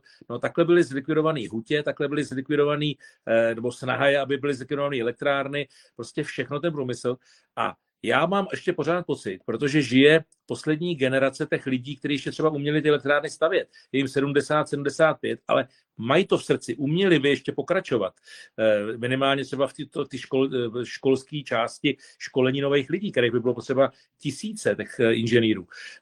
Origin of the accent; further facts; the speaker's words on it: Chrudim, Pardubice Region, Czechia; Já jsem původem z Chrudimě